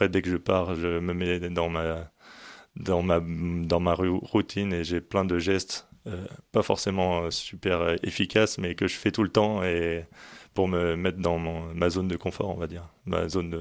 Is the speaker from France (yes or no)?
yes; France; quand on est français.